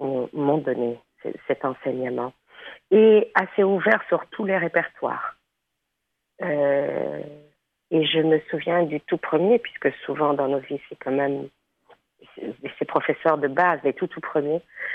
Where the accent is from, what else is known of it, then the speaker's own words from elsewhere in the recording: Thessaloniki, Central Macedonia, Greece; et petite fille de réfugiés. Donc, la moitié de la ville de Thessalonique, ou même plus que la moitié, nous sommes tous des Grecs d'Asie mineure.